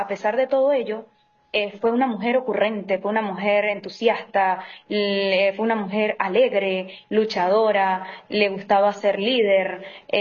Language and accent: Spanish; Venezuela; lo que sea que estemos pasando como venezolanos, a ser valientes guerreros y a luchar hasta el fin por nuestra santidad